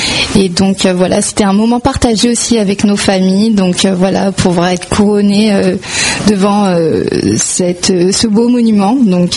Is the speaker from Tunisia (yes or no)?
no; Deuil-la-Barre, Île-de-France, France; Non, j'ai déménagé, je suis d'Audeuil-la-Barre, donc j'ai déménagé en...